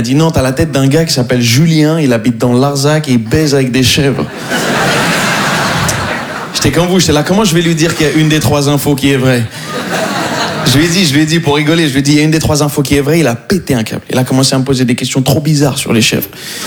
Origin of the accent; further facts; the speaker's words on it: Morocco; Je suis marocain. Et ouais, voilà, ça se voit pas du tout.